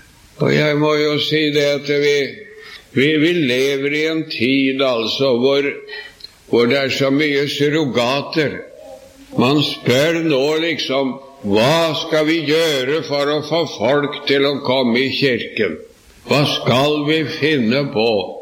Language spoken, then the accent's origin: Norwegian; Sarpsborg, Østfold, Norway; born there; jeg minnes da ifra min aller første tid jeg gikk i ungdomsforeningen hjemme i Sarpsborg